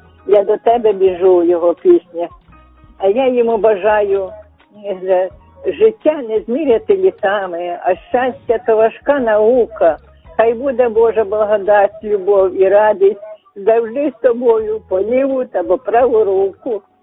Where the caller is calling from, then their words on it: Kyiv, Ukraine; Я з Києва